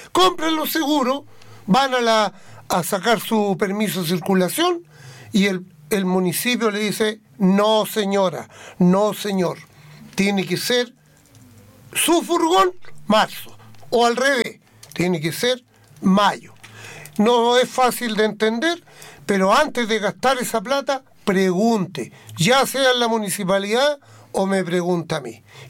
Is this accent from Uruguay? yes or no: no; Chile; somos chilenos